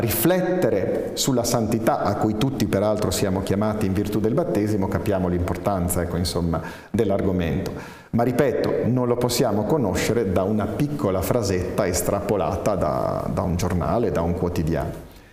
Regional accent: La Spezia, Liguria, Italy; Io sono della Spezia, sono ligure, sì, sì, e lavoravo a Parma

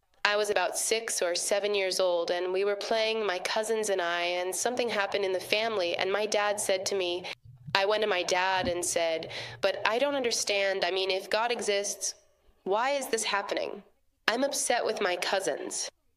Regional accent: Venezuela; I'm from Venezuela, 27 years old. People think I'm older, but I'm not.

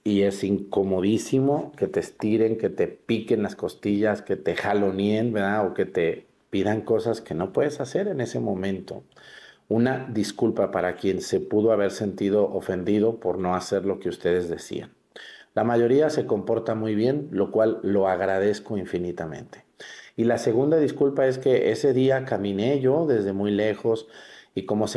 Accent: Mexticacán, Jalisco, Mexico; moved away; allá en mi pueblo, en Mesticacán

